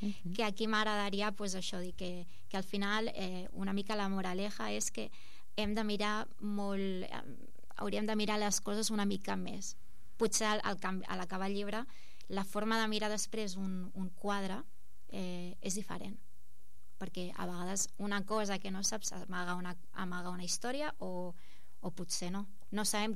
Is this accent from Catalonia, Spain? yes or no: yes; El Prat de Llobregat, Catalonia, Spain; jo que sóc del Prat